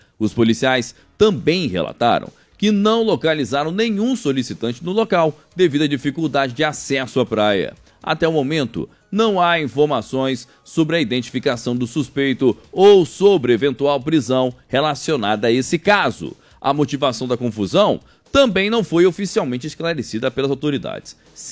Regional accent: Brazil

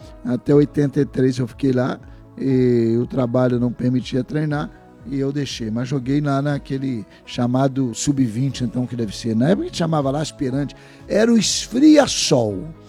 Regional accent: Cardoso Moreira, Rio de Janeiro, Brazil; Eu sou de Cardoso Moreira, com muita honra.

